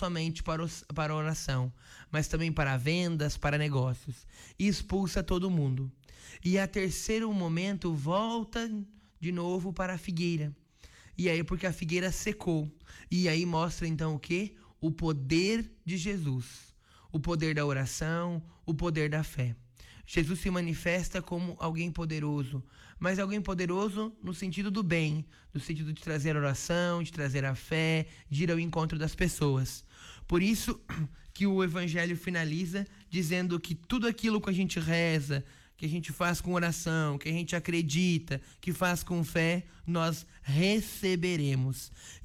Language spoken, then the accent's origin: Portuguese; São João do Sul, Santa Catarina, Brazil; moved away; em São João do Sul, na minha terra natal, junto à minha família